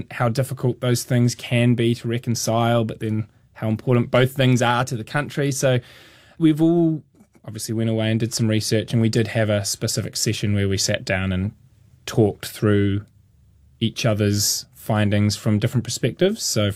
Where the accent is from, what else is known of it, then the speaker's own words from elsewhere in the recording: Christchurch, Canterbury, New Zealand; I'm from Christchurch, but, I have family friends who are farmers, and we spend a lot of our time in like rural Otago and places like that.